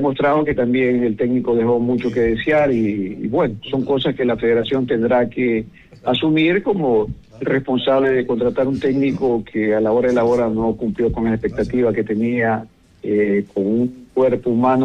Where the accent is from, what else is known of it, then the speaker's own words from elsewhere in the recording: Ecuador; como ecuatorianos teníamos esperanza de que nuestra selección llegara a mejores términos.